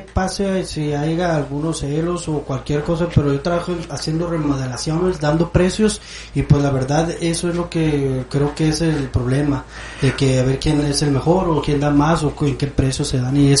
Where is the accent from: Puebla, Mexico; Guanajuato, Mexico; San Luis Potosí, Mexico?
Puebla, Mexico; born there; Yo nací en la ciudad de Puebla.